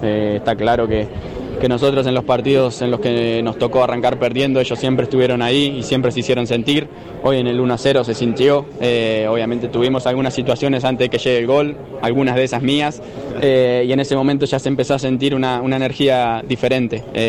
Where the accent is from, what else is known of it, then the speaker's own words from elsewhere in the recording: Argentina; esa pasión que tenemos como argentinos y lo que disfrutamos representar a nuestro país.